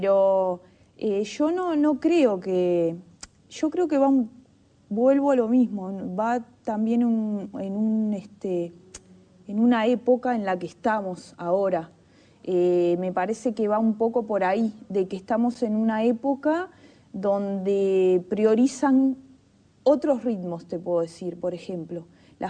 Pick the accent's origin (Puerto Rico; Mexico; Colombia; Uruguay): Uruguay